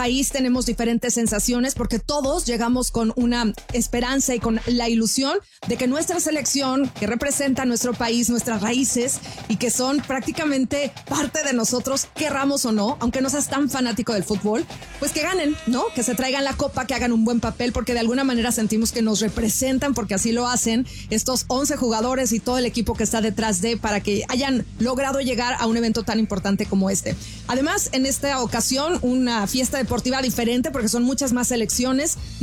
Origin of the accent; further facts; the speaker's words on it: Mexico; yo soy mexicana